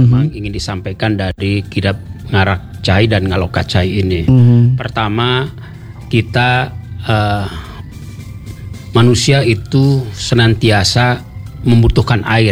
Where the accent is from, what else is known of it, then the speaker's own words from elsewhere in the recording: Cimahi, West Java, Indonesia; moved away as an adult; ketika tahun 2010 saya pulang kampung gitu ke Cimahi